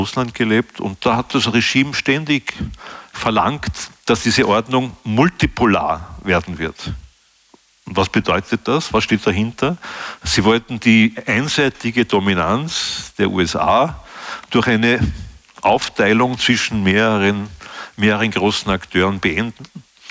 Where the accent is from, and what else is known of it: Austria